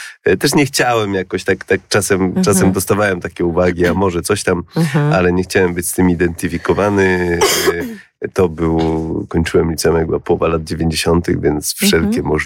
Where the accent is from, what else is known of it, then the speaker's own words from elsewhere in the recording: Poznań, Greater Poland Voivodeship, Poland; ja pochodzę z Poznania